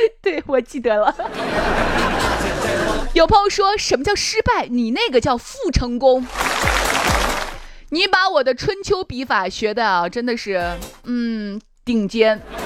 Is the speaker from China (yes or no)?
yes; Shaanxi, China; 我们陕西方言是古代的官话